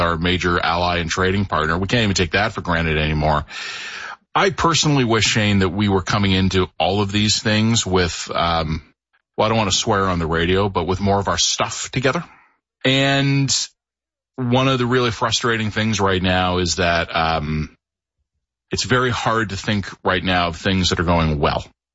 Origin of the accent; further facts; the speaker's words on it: Toronto, Ontario, Canada; So my hometown, Toronto